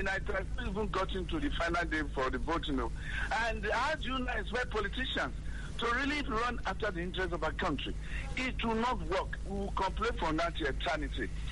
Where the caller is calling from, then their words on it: Benin City, Edo, Nigeria; speaking from Benin City.